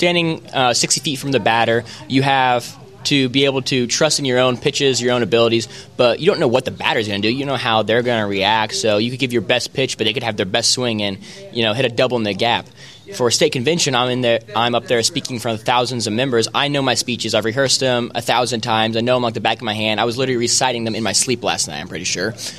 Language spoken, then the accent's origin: English; Nokomis, Illinois, United States; representing my hometown, Nokomis